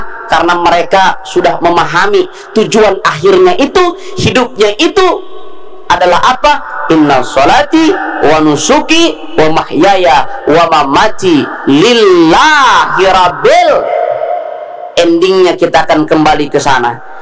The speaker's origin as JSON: {"language": "Indonesian", "town": "Samarinda", "region": "East Kalimantan", "country": "Indonesia", "said": "orang Samarinda kada kalah juga lawan orang-orang Jakarta"}